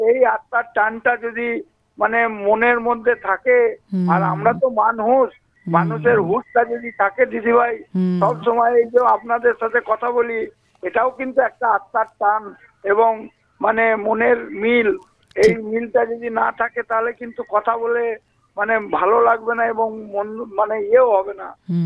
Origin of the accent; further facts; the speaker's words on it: Bankura, West Bengal, India; born there; now in Budbud, India; আমার তো বাড়ি বুধবুদে নয়, মানে পূর্ব বর্ধমান জেলার বুধবুদ নয়, আমার বাড়ি হচ্ছে অ্যাকচুয়াল বাঁকুড়ায়। তো বাবা এখানে চাকরির সূত্রে এখানে বাড়ি বানিয়েছিল